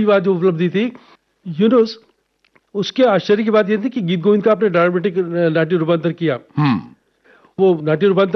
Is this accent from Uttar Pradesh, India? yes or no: no; Jaipur, Rajasthan, India; जयपुर मेरे लिए पूरा खुला मंच था